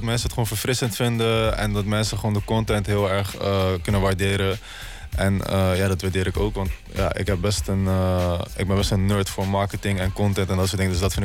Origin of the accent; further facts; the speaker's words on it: The Hague, South Holland, Netherlands; Ik kom zelf uit Laak.